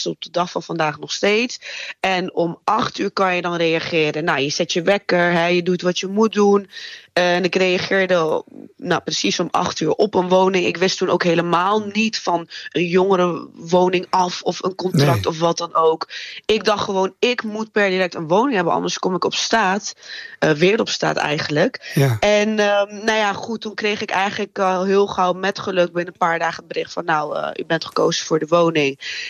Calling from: Rotterdam, South Holland, Netherlands; ik kom zelf uit Rotterdam

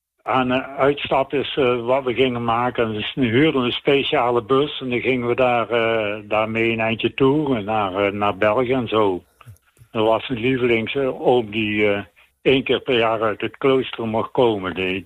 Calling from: Maastricht, Limburg, Netherlands; Ja, van Maastricht.

